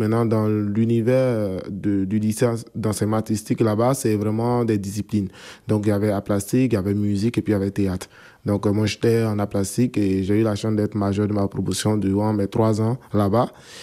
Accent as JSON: {"language": "French", "country": "Côte d’Ivoire", "said": "artiste contemporain ivoirien."}